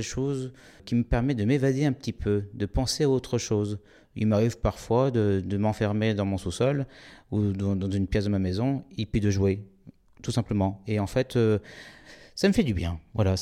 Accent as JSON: {"language": "French", "region": "Nouvelle-Aquitaine", "country": "France"}